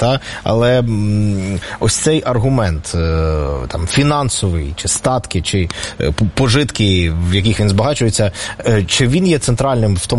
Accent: Zaporizhzhia Oblast, Ukraine; Я походжу з Запорізької області і знаю, про що йдеться.

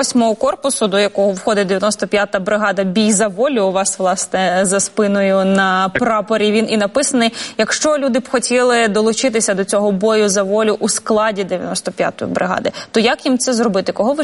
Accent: Zaporizhzhia Oblast, Ukraine; Передаю вітання моєму рідному Запоріжжю у відповідь.

